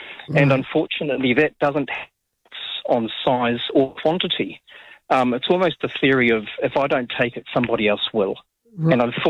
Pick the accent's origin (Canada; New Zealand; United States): New Zealand; Pakuranga, Auckland; now in Whangaparaoa, New Zealand; I grew up in Pakuranga back in the 80s, and it was actually happening then, but on a much smaller scale. It wasn't until I moved into Whangaparawa. I mean, I've been here for 20 years now